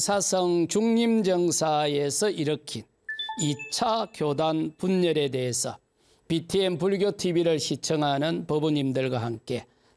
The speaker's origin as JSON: {"language": "Korean", "town": "Samcheonpo", "region": "South Gyeongsang", "country": "South Korea", "tie": "born or raised there", "said": "제 고향은 삼천포 실안입니다. 사천만을 빙 둘러서 사천, 삼천포, 고성, 창선, 남해, 하동 이렇게 빙 둘러가지고 있죠."}